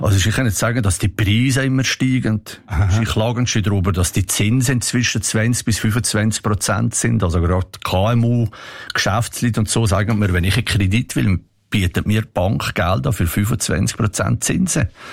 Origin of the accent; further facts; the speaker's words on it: Switzerland; dass als Schweizer ist man jetzt Bürger von einem nicht freundlichen Land.